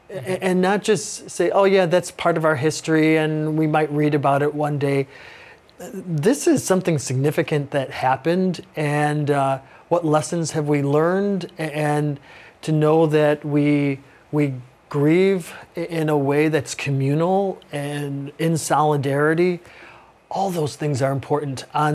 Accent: Chicago, Illinois, United States; you know, I'm from Chicago, so I had family and friends who attended that particular baseball game

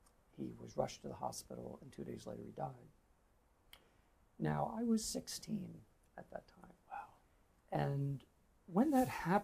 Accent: Long Island, New York, United States; I'm from New York, Long Island. I think I was brought up with faith. My father was a person of faith. My mother was a Southern Baptist who converted about 10 years into their marriage

